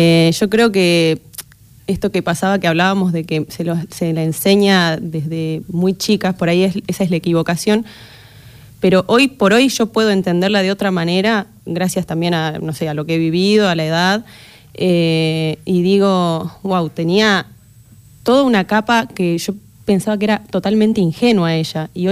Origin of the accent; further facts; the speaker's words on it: Salta, Argentina; Sí, soy salteña.